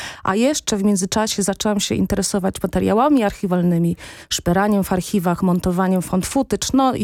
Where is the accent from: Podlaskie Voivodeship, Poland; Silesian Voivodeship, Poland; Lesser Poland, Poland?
Silesian Voivodeship, Poland; Rybnik; Ja mówię, że mam serce z węgla, dlatego że, tak jak wspomniałaś, jestem Ślązaczką. Pochodzę z Rybnika, urodziłam się i wychowałam pod niedobczycką hałdą. Pamiętam jeszcze czasy, gdzie niedobczycka hałda była czerwona, paliła się, żarzyła w środku